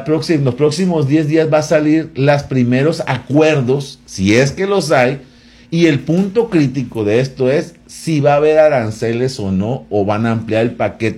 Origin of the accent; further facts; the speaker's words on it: Mexico; yo no me siento agraviado como mexicano